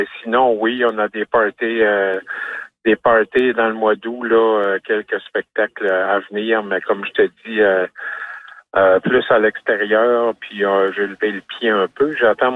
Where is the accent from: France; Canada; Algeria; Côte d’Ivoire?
Canada; Carleton-sur-Mer, Quebec; moi je suis local